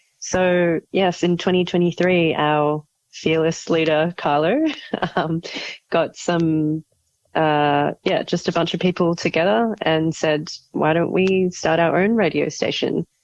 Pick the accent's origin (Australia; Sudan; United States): Australia; Melbourne, Victoria; Yeah, I'm from Melbourne, and there's really strong community radio in Melbourne